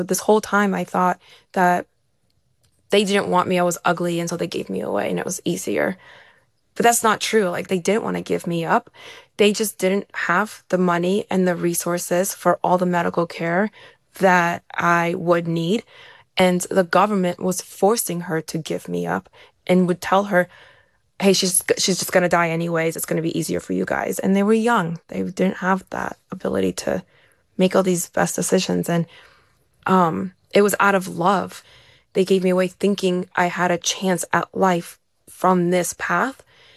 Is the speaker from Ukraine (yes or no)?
yes; Ukraine; my home country, where I was from, where I have dreams of still meeting my birth family and seeing with adult eyes where I come from, where I grew up.